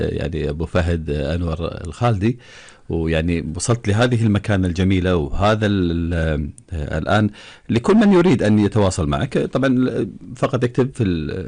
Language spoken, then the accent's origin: Arabic; Kuwait; عندنا في الكويت